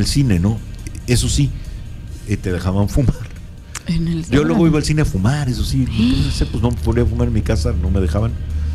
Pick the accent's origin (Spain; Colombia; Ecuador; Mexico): Mexico; born there; moved away; sí me tocó verlos de niño en unos cines en México, porque allá estudié yo la primaria